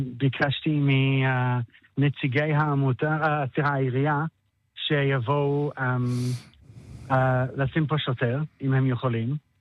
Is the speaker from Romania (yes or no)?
no; Jerusalem, Jerusalem District, Israel; תשמע, אני ירושלמי, אני רוצה יותר מקומות ללכת אליהם בשבת